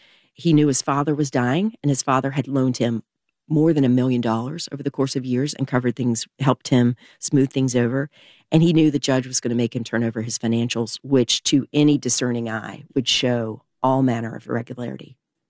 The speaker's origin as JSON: {"language": "English", "region": "the South", "country": "United States", "said": "I was bound and determined as a Southerner myself"}